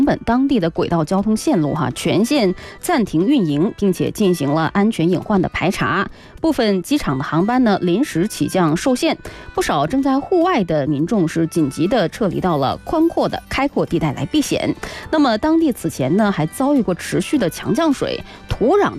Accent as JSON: {"language": "Chinese", "region": "Northeast China", "country": "China", "moved": "yes", "lives_now": "Guangzhou, China", "said": "作为一个东北人"}